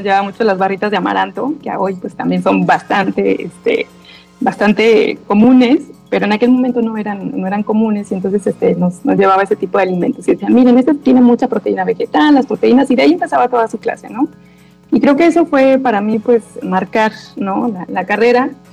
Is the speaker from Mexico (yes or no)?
yes; Rioverde, San Luis Potosí, Mexico; moved away as an adult; en el 2018 pues ya regresó a mi tierra natal, a Río Verde, San Luis Potosí